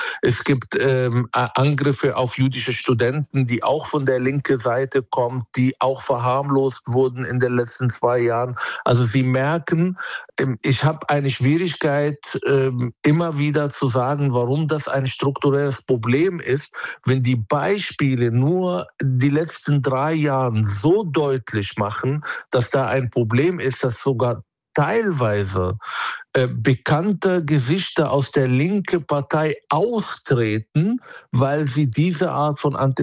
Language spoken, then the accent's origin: German; Israel; auch vor allem als Palästinenser, als Israeli.